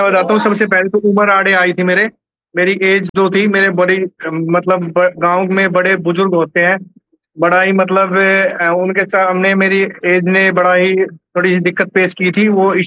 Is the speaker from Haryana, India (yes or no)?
yes; Neerpur, Haryana, India; also born or lived in Gurgaon; मेरा गांव सिर्फ 600 वोटों का है